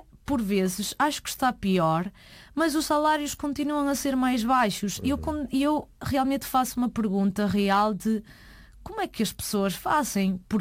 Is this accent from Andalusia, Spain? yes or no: no; Arzúa, Galicia, Spain; now in Portugal; Eu sou da Arsua, que fica muito perto de Santiago de Compostela.